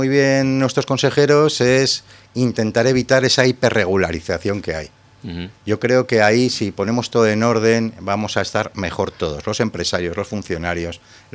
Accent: Aragon, Spain

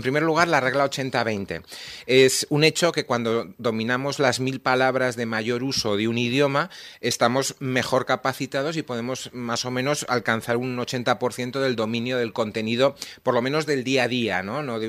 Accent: Spain; la gente tan maja que somos los españoles

